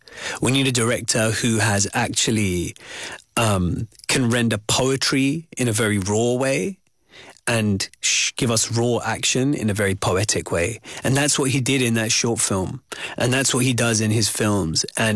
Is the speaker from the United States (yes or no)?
no; Wembley, London, United Kingdom; born or raised there